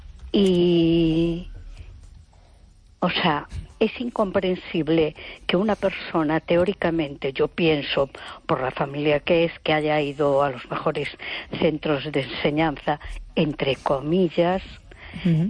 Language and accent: Spanish; A Coruña, Galicia, Spain; ¿Qué tal? … de Coruña.